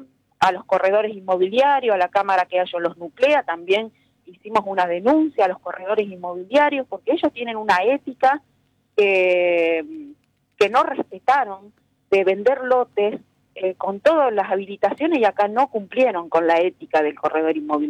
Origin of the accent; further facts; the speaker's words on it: Rosario, Santa Fe, Argentina; la mayoría de los damnificados somos rosarinos.